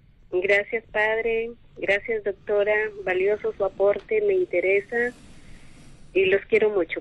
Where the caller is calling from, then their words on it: Piura, Peru; le hablo desde Piura